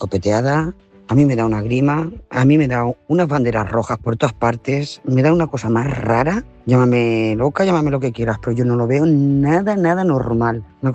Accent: Lloret de Mar, Catalonia, Spain; de Lloret de Mar.

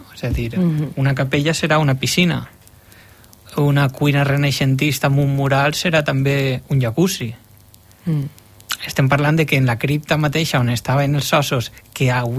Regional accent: Gandia, Valencian Community, Spain; per a mi, per exemple, que jo soc de Gandia, Alfauir és Ausias Marc

